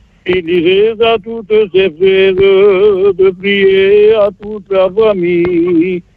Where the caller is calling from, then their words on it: Bourgogne-Franche-Comté, France; je suis en Haute-Saône